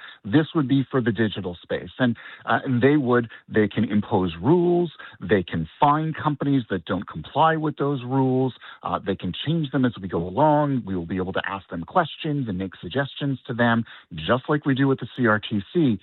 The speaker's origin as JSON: {"language": "English", "country": "Canada", "said": "that to me as a Canadian is unacceptable."}